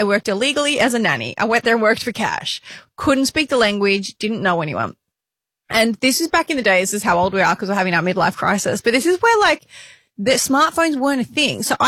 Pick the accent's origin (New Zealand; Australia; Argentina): Australia; Port Macquarie, New South Wales; I was from Port Macquarie in Australia, small town.